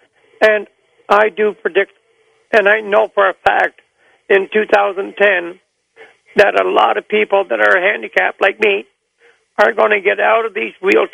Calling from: London, Ontario, Canada; Yeah, I'm calling from London, Ontario.

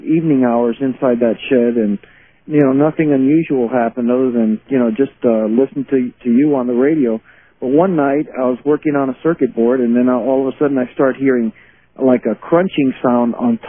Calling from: California, United States; I'm calling from California.

